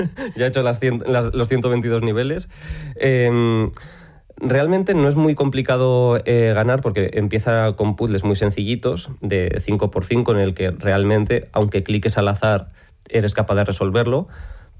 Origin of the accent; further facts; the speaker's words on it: Ortigosa de Cameros, La Rioja, Spain; yo nací en Cameros, yo me he criado en Peña los Cintos, en la aldea de Ortigosa